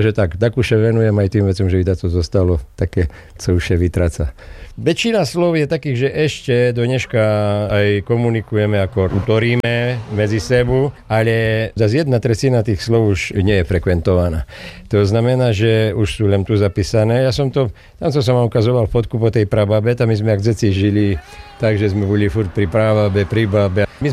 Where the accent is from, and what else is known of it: Prešov Region, Slovakia